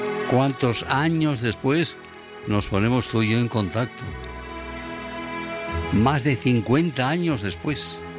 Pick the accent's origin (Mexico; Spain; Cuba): Spain; Esplugues de Llobregat, Catalonia; De crío, en Barcelona, en Esplugas de Llobregat